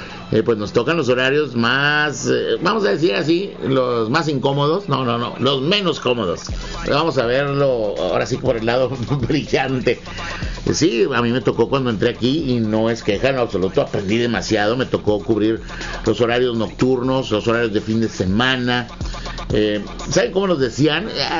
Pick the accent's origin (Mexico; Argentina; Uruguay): Mexico; los mexicanos, que nuestro ADN va mucho con ello